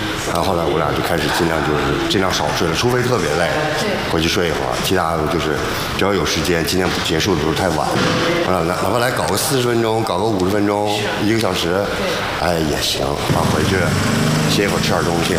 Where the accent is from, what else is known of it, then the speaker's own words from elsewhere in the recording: China; moved away; 我们中国人